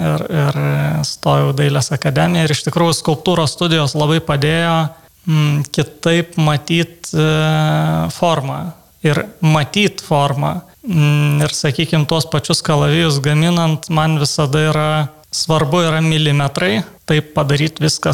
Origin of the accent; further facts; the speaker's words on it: Vilnius, Vilnius County, Lithuania; moved away as an adult; also born or lived in Kaunas; aš pats esu vilnietis, bet taip gavosi, kad išvažiavau studijuoti Kauną.